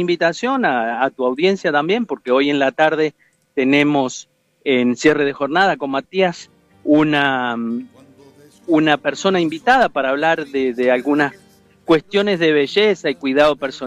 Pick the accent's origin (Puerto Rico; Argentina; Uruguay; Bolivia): Uruguay; now in United States; seguiré yendo a visitar la familia, los amigos, mi pueblito y otras regiones lindas que tiene el Uruguay